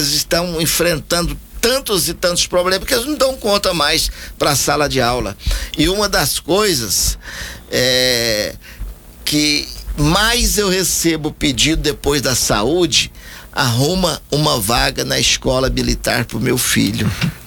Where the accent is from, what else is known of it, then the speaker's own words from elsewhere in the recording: Goiânia, Goiás, Brazil; born there; also born or lived in Paineiras, Minas Gerais / Abaeté, Minas Gerais; Nasci em Paineiras, Minas Gerais, mas fui registrado em Abaeté. Mas bem criança eu já vim para Goiânia e estou aqui em Goiás certeza. Então eu sou mais goiano do que mineiro.